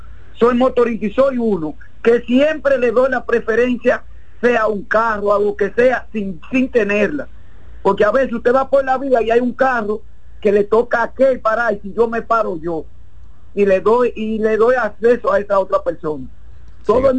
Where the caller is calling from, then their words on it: Navarrete, Santiago, Dominican Republic; Yo soy aquí de Navarrete.